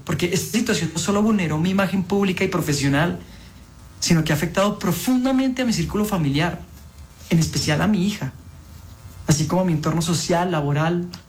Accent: Colombia; Soy actor colombiano.

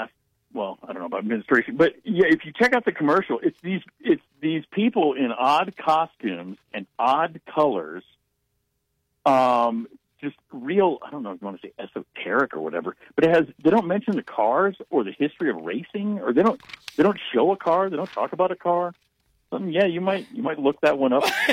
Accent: Ohio, United States; I'm from Ohio. Come on, man.

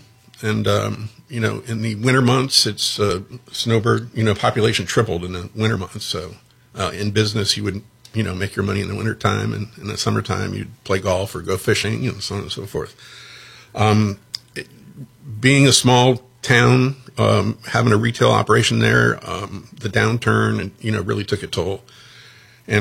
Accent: Fort Lauderdale, Florida, United States; born there; also born or lived in Garden City, Michigan / Hollywood, Florida; now in Palm Coast, United States; I was born in Garden City, Detroit. But my first memories were of South Florida, of Hollywood specifically, where, you know, attended preschool and through elementary, and then we actually moved to Fort Lauderdale, where I spent most of my time.

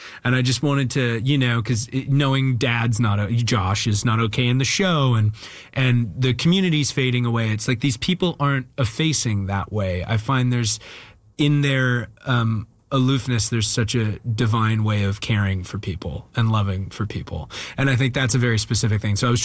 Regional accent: Alberta, Canada; Yeah, tons of Newfoundlanders.

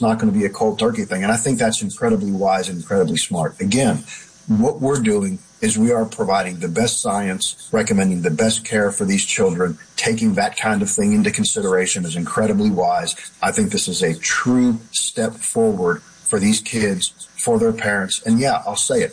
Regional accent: Alabama, United States; You know, I come from Alabama, and we've taken an incredibly strong stance early on in protecting our children.

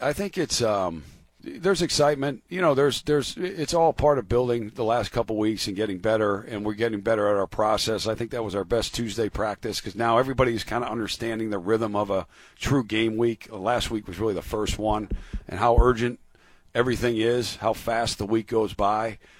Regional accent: Scranton, Pennsylvania, United States; I'm an Irish Catholic guy from Scranton, so, you know, that's like part of the Holy Grail.

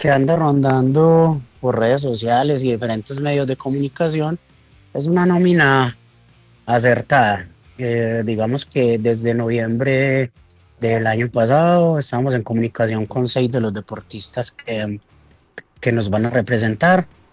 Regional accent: Colombia; aquí hablo como un colombiano más

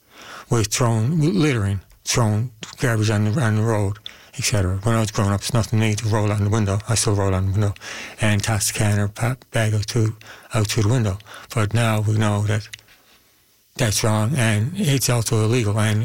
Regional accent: Newfoundland and Labrador, Canada; I grew up here in St. John's. Yeah. Well, I went to school in St. John's. I grew up out in Emmerscope, but it was the bay, the heart of the bay.

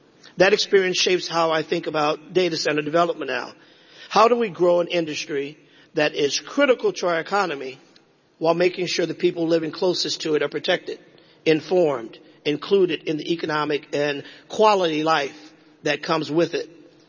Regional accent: Louisiana, United States; I'm from South Louisiana, where energy production, refineries, major ports, and chemical manufacturing are part of the economic backbone of our state.

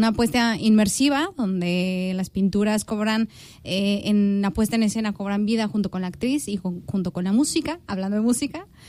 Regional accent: Mexico; moved away as an adult; now in Madrid, Spain; Yo soy de México, pero vivo en Madrid desde hace ya 12 años

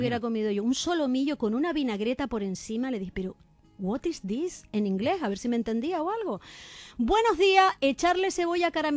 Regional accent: Canary Islands, Spain; los que somos más porqueriosos somos los canarios

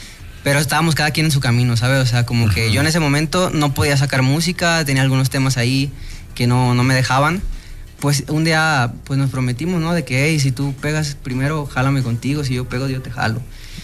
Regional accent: Guadalajara, Jalisco, Mexico; cantautor originario de Guadalajara, Jalisco

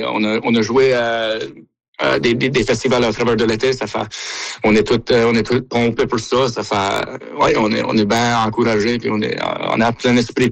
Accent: Baie-Sainte-Marie, Nova Scotia, Canada; notre accent à la Baie-Sainte-Marie, dans le sud-ouest de la Nouvelle-Écosse, c'est un peu potent comparé à le restant de la francophonie

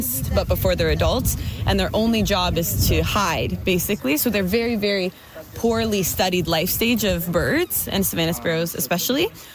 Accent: Guelph, Ontario, Canada; I'm from Guelph, Ontario.

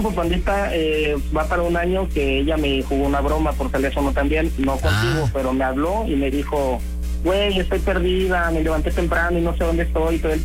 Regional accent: Acapulco, Guerrero, Mexico; Así es, nacido y crecido aquí en Acapulco.

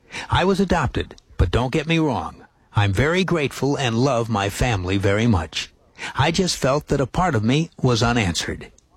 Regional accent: Los Angeles, California, United States; moved away as an adult; now in Moscow, United States; college graduate still living in the town of my alma mater, Moscow, Idaho. It's a long way back to my hometown of Los Angeles

